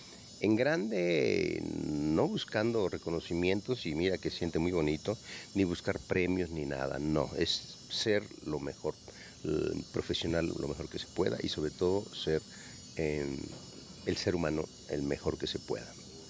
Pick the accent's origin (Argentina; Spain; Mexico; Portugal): Mexico; Guerrero; Entonces, en mi caso como guerrerense, además me considero como guerrerense echado para adelante, como trabajador, con mucho esfuerzo, todo lo que somos los guerrerenses